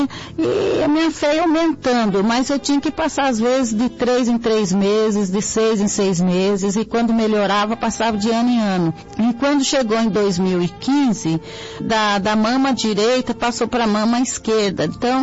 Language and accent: Portuguese; São José dos Campos, São Paulo, Brazil; sou de São José dos Campos.